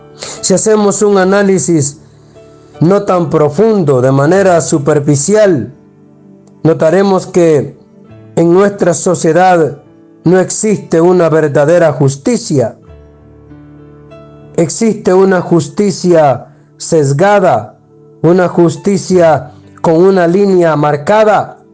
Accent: Honduras

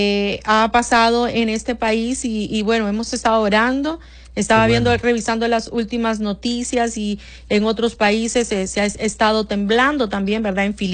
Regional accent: Honduras; nuestro país, Honduras

